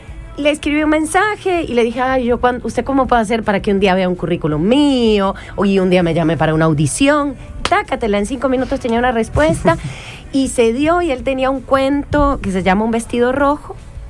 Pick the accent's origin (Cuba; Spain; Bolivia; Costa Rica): Costa Rica; accent: Costa Rican; moved away as an adult; now in Argentina; Entonces hablo como costarricense, pero creo que tengo alguna forma de expresión también bastante argentina